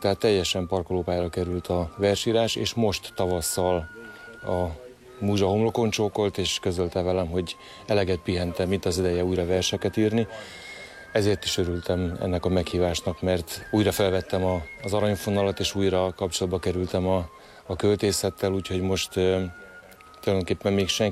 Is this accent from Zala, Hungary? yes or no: no; Veszprém, Veszprém County, Hungary; Én ugye veszprémi vagyok